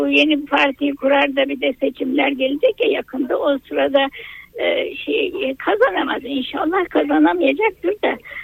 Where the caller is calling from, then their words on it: Samsun, Turkey; İyi günler, Samsun'dan arıyorum.